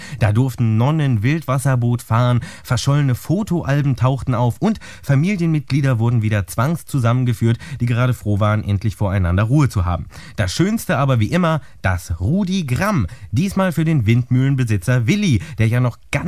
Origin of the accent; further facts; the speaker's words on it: Hanover, Lower Saxony, Germany; born there; In Hannover.